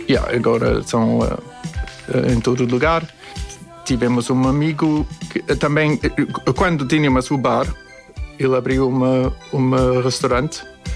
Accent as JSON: {"language": "Portuguese", "town": "Cape Town", "region": "Western Cape", "country": "South Africa", "second_language": "Portuguese", "lives_now": "Porto, Portugal", "said": "Eu acho a temperatura aqui no Porto muito, muito agradável, mas porque eu vim da Cidade do Cabo."}